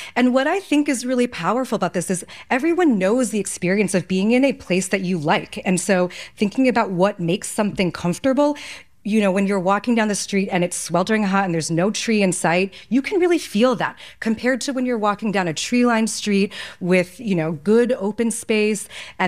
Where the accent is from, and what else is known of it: New York City, New York, United States